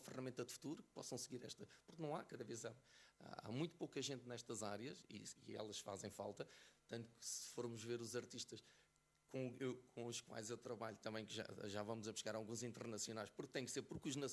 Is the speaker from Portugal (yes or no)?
yes; Fundão, Centro, Portugal; born there; eu sou do Fundão.